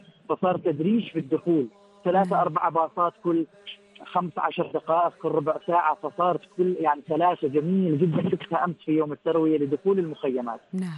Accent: Oman; فهذا العدد مبارك لسلطنة عمان،

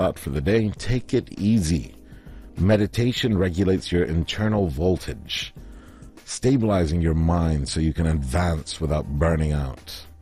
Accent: Oman; Well, I'm Omani on both sides.

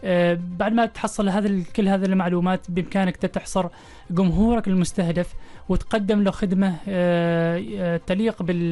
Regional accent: Oman; اللي موجود عندنا في عمان

